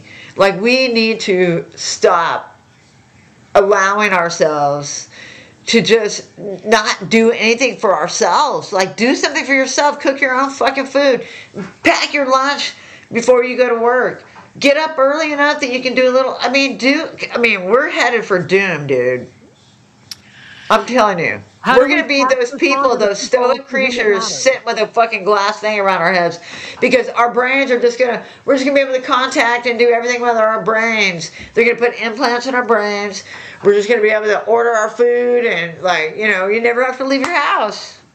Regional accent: Arizona, United States; I grew up on the border. I grew up on the Arizona border.

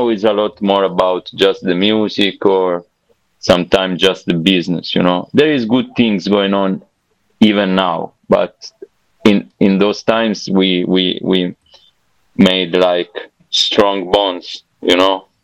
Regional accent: Southern Italy, Italy; I was also very far, I mean, the Deep South, like Ahmed, who is, we are both from the Deep South. And it's not like being in Milan, you know.

